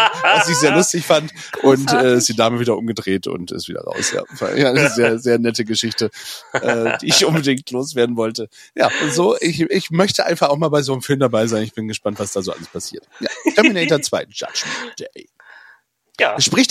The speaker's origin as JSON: {"language": "German", "region": "Bremen", "country": "Germany", "tie": "born or raised there", "said": "Ja, also ein großartiger Bremer auch. Und aus meiner Heimat."}